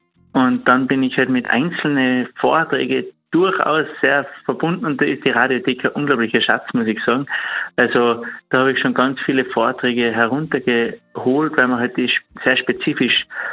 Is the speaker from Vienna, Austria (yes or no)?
no; Salzburg, Austria; ich schätze es immer sehr als Salzburger.